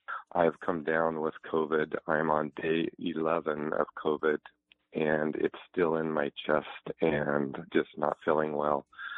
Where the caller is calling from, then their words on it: Albany, Oregon, United States; I'm calling from Albany, Oregon.